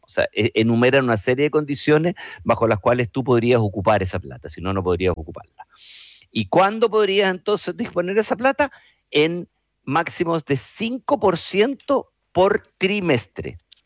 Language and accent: Spanish; Chile; los 18 millones de personas que somos los chilenos, o cuántos seamos los chilenos.